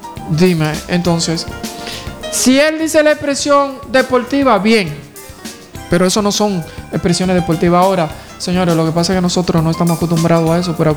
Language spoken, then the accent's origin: Spanish; Dominican Republic